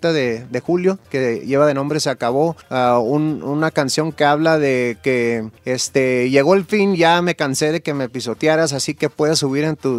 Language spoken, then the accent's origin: Spanish; Los Angeles, California, United States; born there